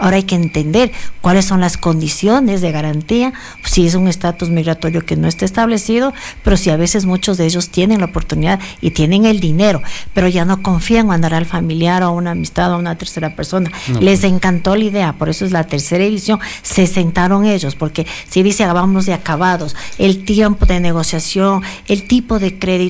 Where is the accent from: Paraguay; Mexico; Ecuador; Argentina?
Ecuador; now in United States; Yo soy ecuatoriana.